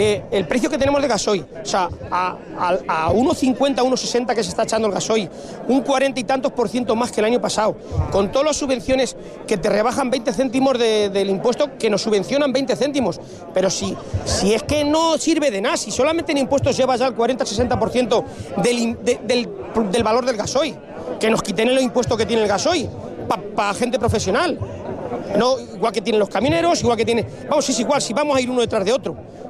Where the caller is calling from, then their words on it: Toledo, Castilla-La Mancha, Spain; De Toledo.